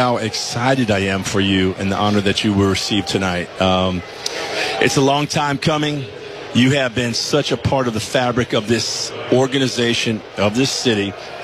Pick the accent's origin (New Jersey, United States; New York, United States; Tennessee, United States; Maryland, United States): New York, United States; I grew up in New York.